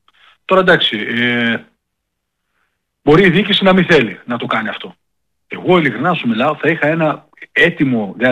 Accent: Thessaloniki, Central Macedonia, Greece; Θεσσαλονικιός είμαι, καταγωγή έχω από Καρδίτσα.

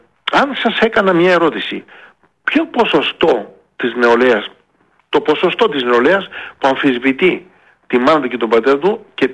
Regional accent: Greece; θα επιστρέφουμε πίσω στην Ελλάδα.

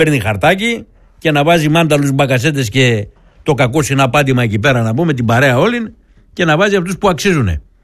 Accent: Greece; εμείς είμαστε πιο Έλληνες από σένα.

